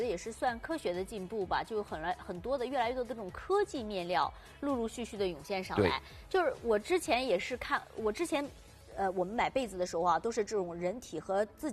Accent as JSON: {"language": "Chinese", "region": "North China", "country": "China", "tie": "born or raised there", "lives_now": "Southern China", "said": "因为以前在北方，小时候在北方生活啊，没有这种明显的感觉，但是现在后来嫁到南方了"}